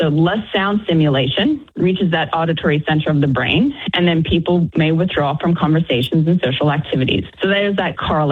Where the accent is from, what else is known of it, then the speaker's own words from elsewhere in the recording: Australia; I'm originally actually from Australia.